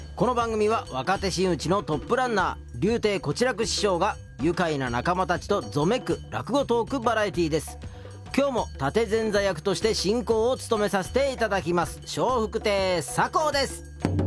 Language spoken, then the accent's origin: Japanese; Osaka, Japan; は僕大阪です。